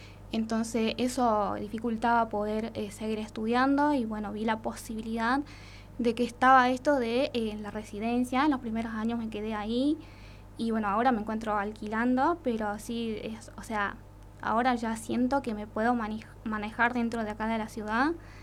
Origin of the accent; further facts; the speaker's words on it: Belén, Catamarca, Argentina; si bien yo no soy de acá, soy del interior, vengo de Belén. Quizás en el inicio me costó un poco adaptarme acá, porque era totalmente diferente, vengo de un lugar rural